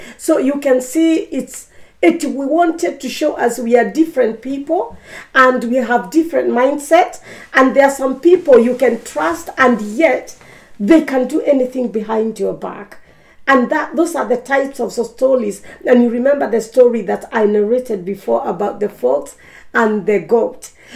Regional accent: Kenya; moved away; originally I'm from Kenya

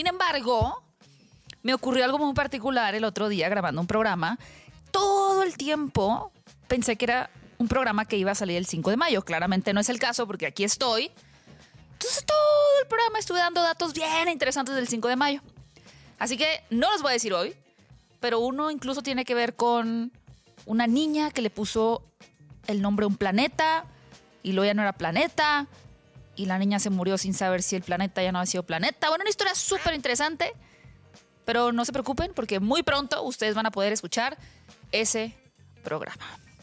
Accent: Mexico; Si usted es de la Ciudad de México

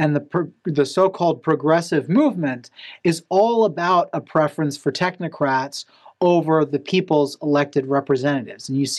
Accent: Golden, Colorado, United States; also born or lived in Boulder; I like to say I was born in the People's Republic of Boulder, but revolted into orthodoxy in early youth and grew up in Golden. So I was not very far from the Coors factory

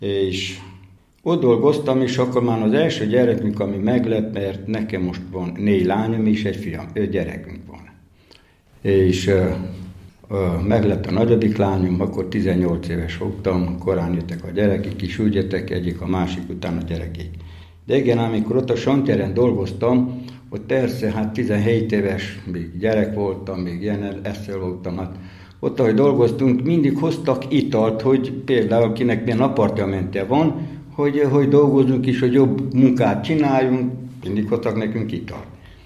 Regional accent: Oradea, Bihor, Romania; a Cinkapanna, ahol ott születtek legtöbb cigányok itt Velencén, itt Váradon. Ott születtem én is

